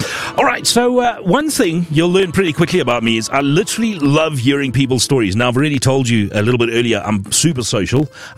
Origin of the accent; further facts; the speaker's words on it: South Africa; I've always told everybody, I am South African.